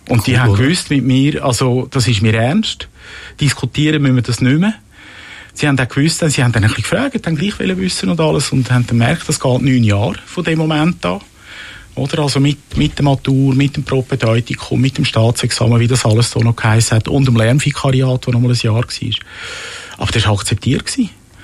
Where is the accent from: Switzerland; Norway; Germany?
Switzerland; Rümlang, Zurich; born or raised there